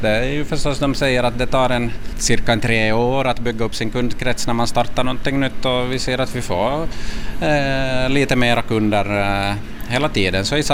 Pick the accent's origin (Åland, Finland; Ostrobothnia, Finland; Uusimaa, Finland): Ostrobothnia, Finland; Vaasa; also born or lived in Italy; och mamma från Vasa. Jag levde några år i Italien också när jag var liten, men största delen av livet har jag vuxit upp ändå här i Finland och i Vasa just.